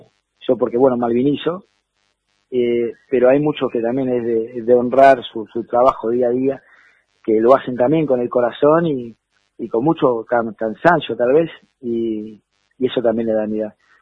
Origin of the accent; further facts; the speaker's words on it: Argentina; nada más como ciudadano argentino